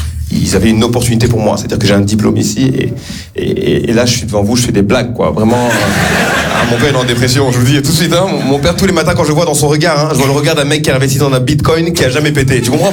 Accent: Rwanda; Je suis un Rwandais souriant et optimiste.

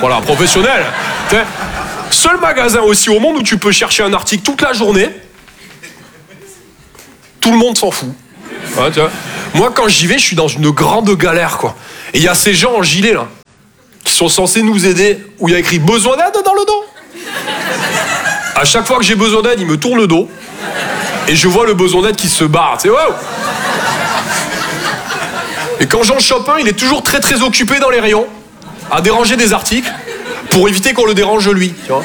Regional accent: Toulouse, Occitanie, France; Je viens de Toulouse, à la base. Ouais, ça s'entend un peu. Ouais. Ben, mon accent, c'est vraiment comme mon sexe.

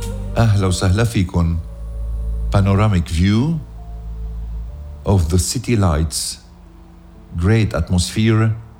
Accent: Ghazir, Keserwan-Jbeil, Lebanon; born there; ضيعة الحلوة غزير مسقط رأسي وحيث سأدفن هناك.

